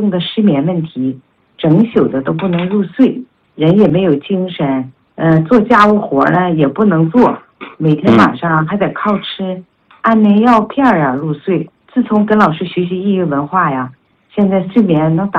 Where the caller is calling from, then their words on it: Harbin, Heilongjiang, China; 我来自于黑龙江省哈尔滨市的一名老学员